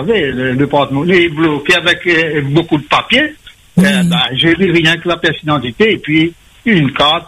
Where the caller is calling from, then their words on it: Saint-Pierre, Réunion; Moi, je suis de Saint-Pierre